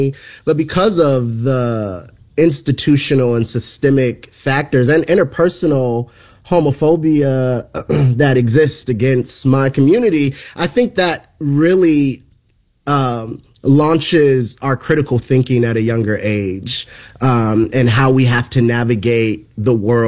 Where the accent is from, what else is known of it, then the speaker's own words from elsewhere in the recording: Cleveland, Ohio, United States; born there; also born or lived in Chicago, Illinois / Pomona, California / Atlanta, Georgia; So I grew up mostly between Chicago and Cleveland, spending summers in Cleveland, Ohio, as an elementary school and I had a short stint. My dad got remarried to my stepmom and lived in Atlanta for a little bit. But I was full time in Cleveland as a high school student.